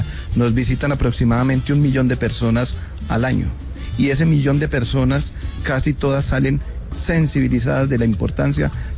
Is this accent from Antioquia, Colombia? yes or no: yes; Santa Elena, Antioquia, Colombia; Sí, yo soy nativo del corregimiento de Santa Elena.